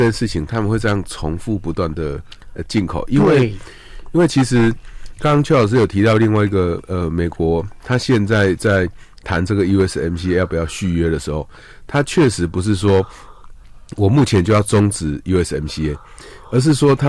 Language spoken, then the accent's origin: Chinese; Taiwan; 像我们台湾人出去开的像 NVIDIA 啊